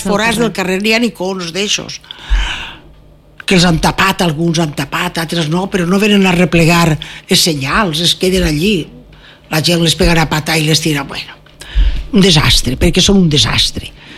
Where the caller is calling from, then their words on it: Oliva, Valencian Community, Spain; conec el meu poble. Perquè Oliva és molt Oliva.